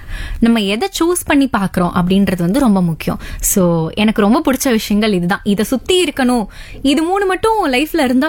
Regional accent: Chennai, Tamil Nadu, India; born there; என்னோட சொந்த ஊர் சென்னை கிடையாது, ஆனா ஒரு 5 வயசு 6 வயசுல இருந்தே நான் சென்னையில இருக்கேன், மாறி மாறி இருக்கேன்.

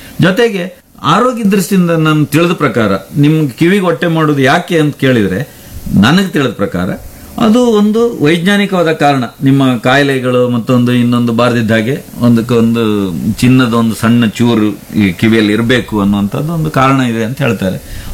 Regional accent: Karnataka, India; born there; moved away as an adult; also born or lived in Delhi / Bangalore; ಹುಟ್ಟಿದಲ್ಲಿಗೆ ವಾಪಸ್ ಬಂದಿದ್ದೇನೆ, ಅದೇ ನಮ್ಮನೆ ಆಯ್ಕಂತ ಇದೇನು.

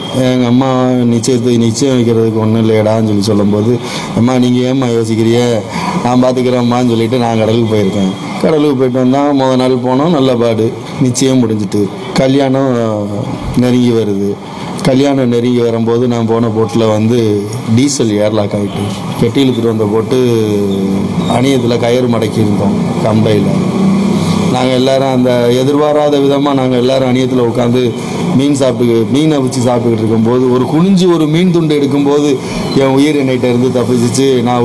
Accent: Rameswaram, Tamil Nadu, India; now in Pamban, India; எனக்கு நான் பிறந்து வளர்ந்ததுலாம் ராமேஸ்வரம். பாமனுக்கு வந்து ஒரு 15 வருஷம் 18 வருஷம் இருக்கு.

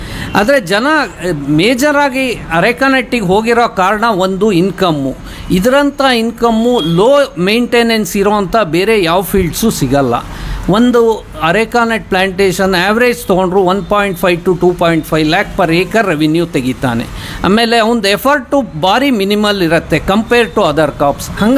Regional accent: Shivamogga, Karnataka, India; ನಾನು ಹುಟ್ಟಿದ್ದು ಶಿವಮೊಗ್ಗದಲ್ಲಿ 1974. ಆಮೇಲೆ ಈ ಓದಿರೋದೆಲ್ಲ ಶಿವಮೊಗ್ಗ ಸಿಟಿಲೇ.

